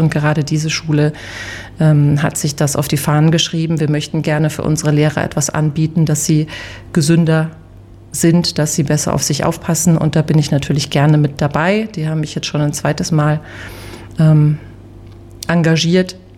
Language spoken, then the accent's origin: German; Frankenthal, Rhineland-Palatinate, Germany; mindestens im Oktober auch noch eine Show haben in Frankenthal in meiner Heimatstadt, wo ich mich sehr drauf freue